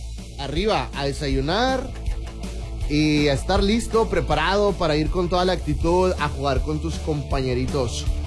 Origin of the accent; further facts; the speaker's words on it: South Korea; now in Mexico; Yo siempre confié en mi natal Corea del Sur, porque para los que no saben, yo soy coreano. Aunque ustedes no lo crean. Entonces, ahí está. Como yo soy coreano, pues yo le tenía fe, obviamente, a Corea del Sur.